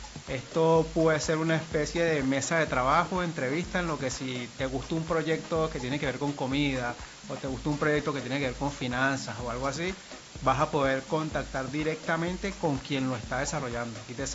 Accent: Guatire, Miranda, Venezuela; born there; also born or lived in Caracas / Panama City; soy de Guarenas, soy de Guatire, soy de acá. Nací en Caracas, pero 25 años viviendo acá, ya prácticamente soy de acá.

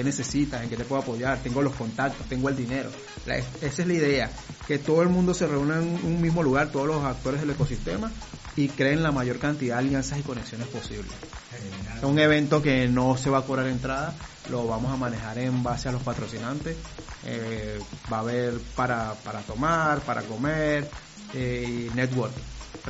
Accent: Guatire, Miranda, Venezuela; also born or lived in Caracas; nosotros somos de Guatire, nosotros somos... Si bien nací en Caracas, tengo más de la mitad de mi vida viviendo acá en Guatire

